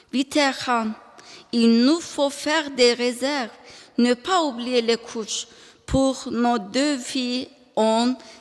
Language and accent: French; Alanya, Antalya, Turkey; moved away as an adult; Je suis mariée à Erkan. Nous venons de Turquie. Nous vivions à Alanya, une très jolie ville sur la côte au sud d'Antalya.